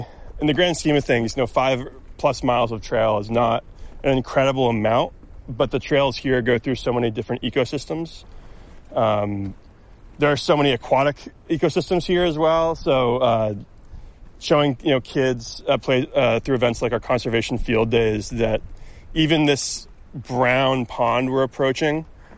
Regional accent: Potsdam, New York, United States; I'm local, born and raised in Potsdam.

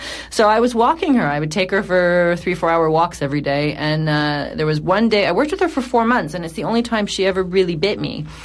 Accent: Canada; as a Canadian, you know, I had traveled, but I'd never been to somewhere that I would consider a conflict zone

